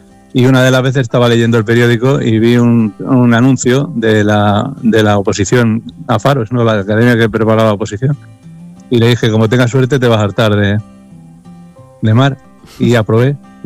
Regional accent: Madrid, Community of Madrid, Spain; Todo lo contrario, yo soy de Madrid, vamos, de Vallecas.

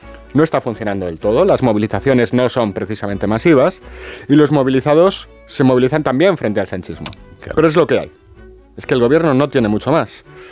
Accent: Spain; Como en Argentina, los españoles nos partimos la cara y se genera una situación que permita cualquier cosa.

